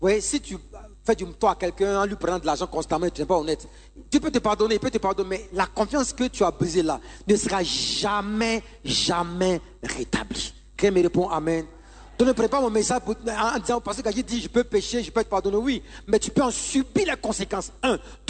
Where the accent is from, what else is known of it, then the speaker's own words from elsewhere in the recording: Abidjan, Côte d’Ivoire; also born or lived in Bingerville; moi, j'ai grandi à Yopougon. Je connais chez moi. C'est mon environnement. J'ai grandi là-bas.